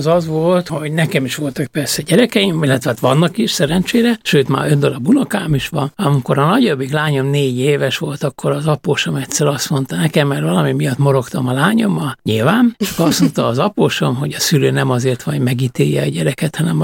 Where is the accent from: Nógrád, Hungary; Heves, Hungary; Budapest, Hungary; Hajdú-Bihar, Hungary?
Budapest, Hungary; mi Budapesten laktunk, és én budapesti vagyok